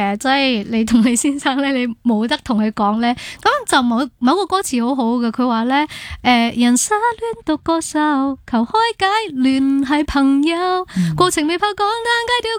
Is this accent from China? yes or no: no; Malaysia; moved away as an adult; now in Hong Kong; 即是来到香港，其实我发现哇很多东西不适应的时候，家人又没得讲啦，因为我自己选择的嘛，跟住又冇乜朋友喺香港，即系马来西亚有朋友嘅，